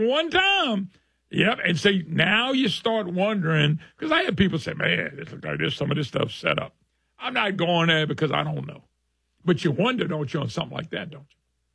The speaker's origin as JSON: {"language": "English", "town": "Ventura", "region": "California", "country": "United States", "tie": "born or raised there", "said": "I grew up in Ventura, California. Multiple times we suddenly had to move because of extreme financial ups and downs."}